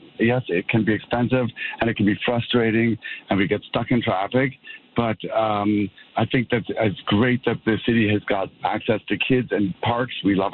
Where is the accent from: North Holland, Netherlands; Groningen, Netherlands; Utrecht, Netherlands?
North Holland, Netherlands; Amsterdam; now in Toronto, Canada; I moved here 18 years ago from Amsterdam, and I came here as a little bit of a reluctant transplant.